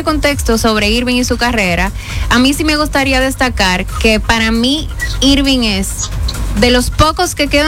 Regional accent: Dominican Republic; yo soy una dominicana que vive en República Dominicana y me escapé unos días a Madrid

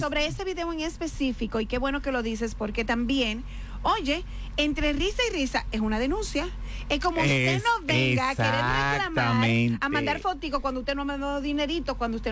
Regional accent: Dominican Republic; moved away as an adult; also born or lived in Costa Rica; Si yo junto 5 años en Costa Rica y 6 años aquí, son 11 años fuera de República Dominicana.

